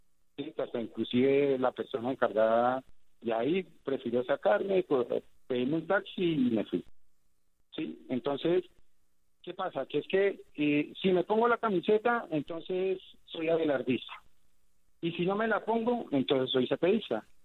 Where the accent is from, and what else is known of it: Colombia